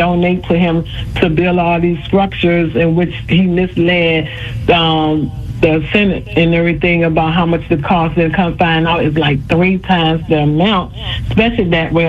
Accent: Virginia, United States; like I'm from Virginia, we have Mark Warner.

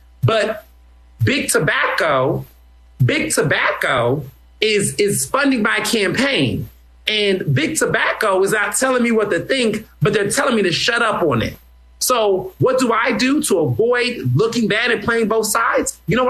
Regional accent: Houston, Texas, United States; also born or lived in Chicago; now in Philadelphia, United States; I was born in Chicago. I grew up in Houston.

